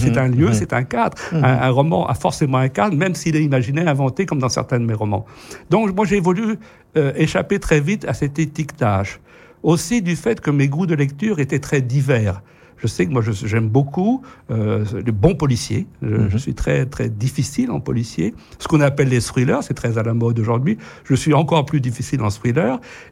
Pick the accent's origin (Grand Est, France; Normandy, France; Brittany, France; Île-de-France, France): Brittany, France; Lorient; Je suis l'orientais, enfin, bragoté, au départ.